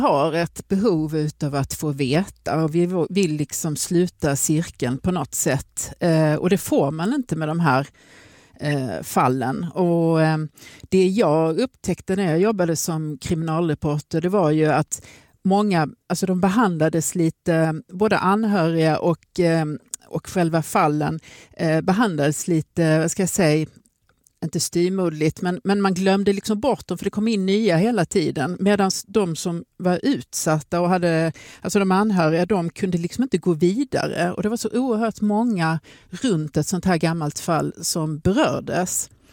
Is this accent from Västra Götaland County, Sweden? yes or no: no; Lund, Skåne, Sweden; also born or lived in Österlen; Jag kommer från Lund från början, men vi var otroligt mycket på Österlen och nu idag har jag tagit över huset.